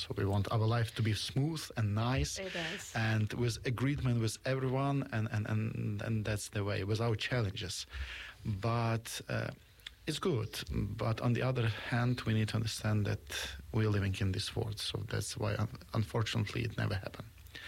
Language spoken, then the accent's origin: English; Ukraine; English is a second language; now in Australia; I learned English back in Ukraine when I was in the school. I started from the very beginning, and then during university studies and seminary studies, we have English, so that wasn't something new for me. So when I came to Australia